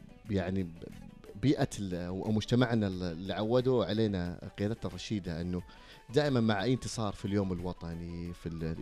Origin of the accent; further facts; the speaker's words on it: Jeddah, Makkah Province, Saudi Arabia; انبسطت لما اشوف مدينتي جده